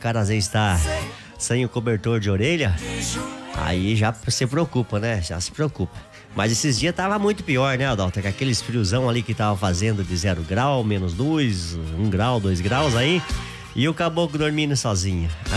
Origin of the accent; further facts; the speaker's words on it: Naranjal, Alto Paraná, Paraguay; now in Santa Rita, Paraguay; a gente se criou em Naranjal, na cidade vizinha aqui de Santa Rita.